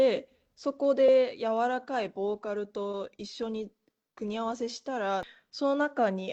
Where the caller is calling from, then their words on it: China; Japanese is a second language; 中国人として